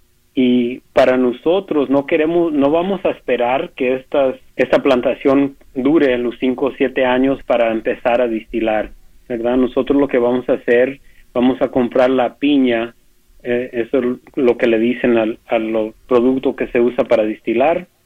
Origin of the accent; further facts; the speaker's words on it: Mexico; como yo como mexicano, me da mucho orgullo